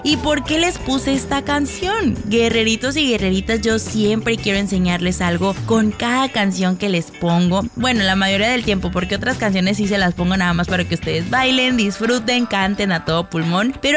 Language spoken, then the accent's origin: Spanish; Mexico; forma parte de lo que somos orgullosamente como mexicanos.